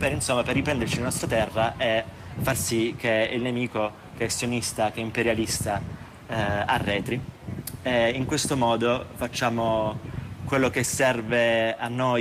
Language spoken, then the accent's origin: Italian; Apulia, Italy; io essendo pugliese